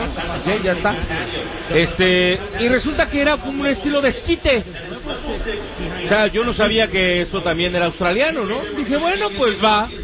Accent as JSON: {"language": "Spanish", "region": "Mexico City", "country": "Mexico", "tie": "born or raised there", "said": "En la Ciudad de México."}